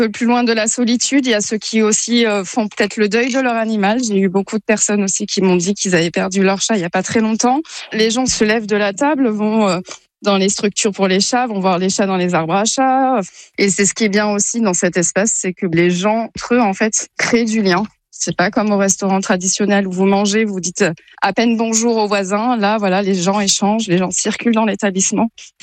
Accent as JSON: {"language": "French", "region": "Provence-Alpes-Côte d'Azur", "country": "France", "said": "Sur l'ouverture d'un bar à chat qui a eu à Saint-Raphaël, puisque nous venons du Var, on a quitté justement tout pour le projet"}